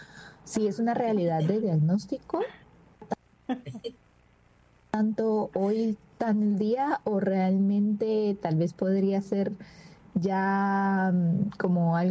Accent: Guatemala

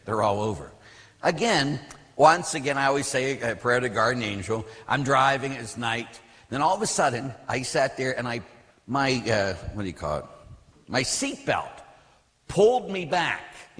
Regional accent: Pittsburgh, Pennsylvania, United States; when I was a kid, I grew up in Pittsburgh, as we all know, and I was at my grandmother's house. Now, in the north side of Pittsburgh, houses are like row houses and different things.

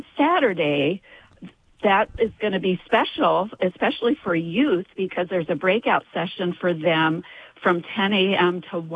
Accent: Sioux Falls, South Dakota, United States; I'm from right here in Sioux Falls.

